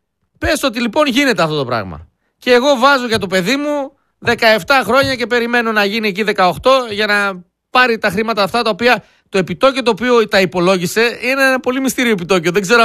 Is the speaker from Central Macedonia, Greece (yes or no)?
yes; Thessaloniki, Central Macedonia, Greece; Εγώ θα σου μεταφέρω κάτι ως Θεσσαλονικιός.